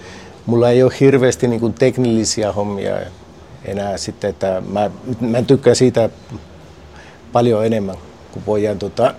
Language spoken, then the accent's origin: Finnish; North Karelia, Finland; moved away as an adult; also born or lived in Kuopio; now in Chile; Mä oon ollut 27 vuotta Chilessä. Mä synnyin Joensuun lähellä, kävin koulun siellä ja sitten mä menin ammattikorkeakoulun Kuopiossa